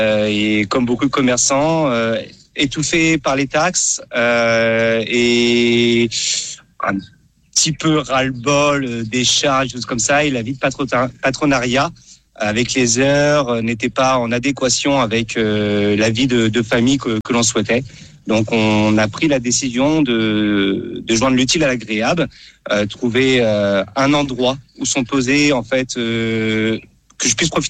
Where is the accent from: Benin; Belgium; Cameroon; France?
France; Nantes, Pays de la Loire; Moi, je suis nantais de base